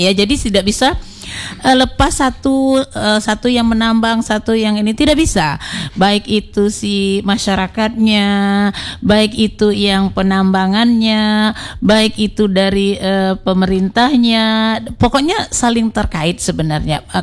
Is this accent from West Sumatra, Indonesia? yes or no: yes; West Sumatra, Indonesia; now in Bangka Belitung, Indonesia; Karena memang saya bukan orang Bangka Belitung Pak. Saya adalah orang Sumatera Barat. Tapi munculnya di Bangka Belitung.